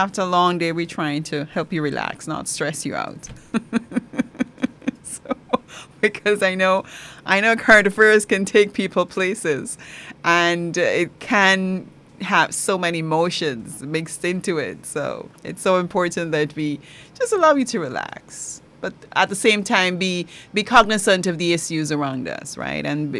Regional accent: Matthews Ridge, Barima-Waini, Guyana; And I'm not from Port Kaituma. I'm actually from Matthews Ridge, Region 1 still, but from Matthews Ridge.

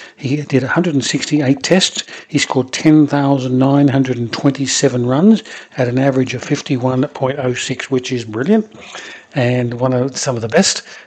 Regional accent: Bankstown, New South Wales, Australia; born there; they were born in Bankstown because I was born in Bankstown. I was living in Bankstown at the time

